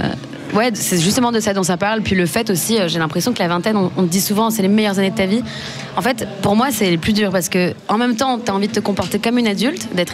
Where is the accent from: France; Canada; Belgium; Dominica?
France; Je suis française de base.